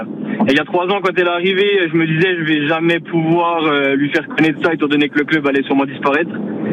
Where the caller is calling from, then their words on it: Magny-Vernois, Bourgogne-Franche-Comté, France; Magny-Vernois en Haute-Saône.